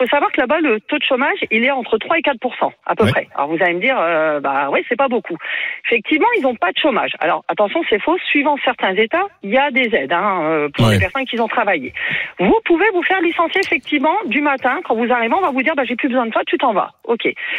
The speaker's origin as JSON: {"language": "French", "country": "France", "said": "Et pourtant, je suis française, hein."}